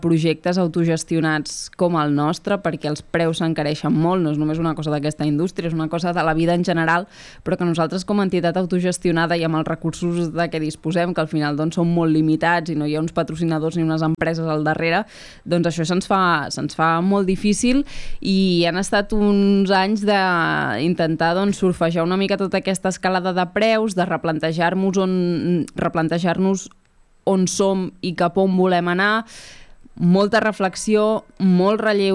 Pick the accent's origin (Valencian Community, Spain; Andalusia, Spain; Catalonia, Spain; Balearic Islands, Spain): Catalonia, Spain; Argentona; i jo sóc molt d'Argentona i per mi era una manera d'involucrar-me en el meu poble